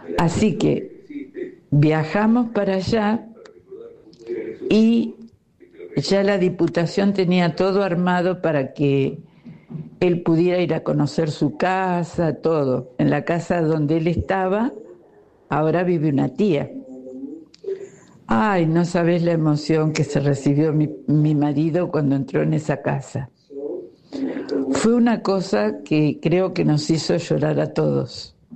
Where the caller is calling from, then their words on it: Bahía Blanca, Buenos Aires Province, Argentina; de Bahía Blanca.